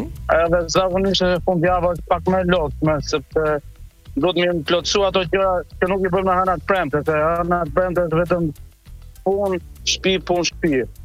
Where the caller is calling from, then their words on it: Frankfurt, Hesse, Germany; nga Frankfurti